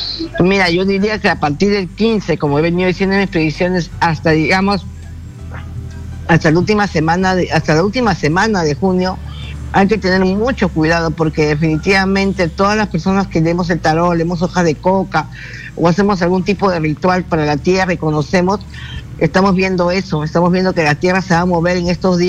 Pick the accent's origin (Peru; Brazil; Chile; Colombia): Peru; somos nacionalistas, porque como nacionalistas y peruanos trabajamos y nos sacamos el ancho.